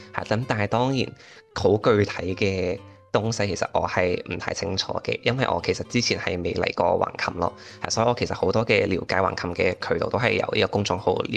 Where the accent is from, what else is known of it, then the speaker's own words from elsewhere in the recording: Macau; moved away as an adult; now in Shanghai, China; 我系目前就读喺复旦大学新闻学院广告学嘅研究生二年级， … 咁我系嚟自澳门嘅。